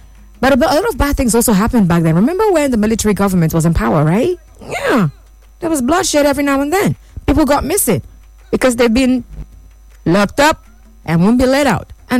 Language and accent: English; Nigeria; the fact that we are Nigerians, you know, just repping Nigeria as a Nigerian.